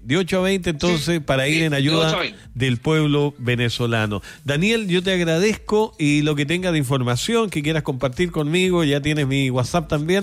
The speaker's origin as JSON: {"language": "Spanish", "country": "Chile", "said": "nosotros en Chile sí sabemos de terremoto"}